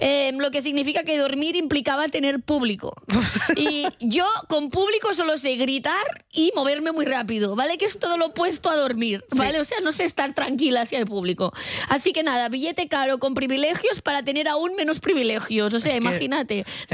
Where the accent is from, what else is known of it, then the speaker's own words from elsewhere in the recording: Catalonia, Spain; yo pensaba que no podía ser más catalana, pues ahora soy más catalana aún.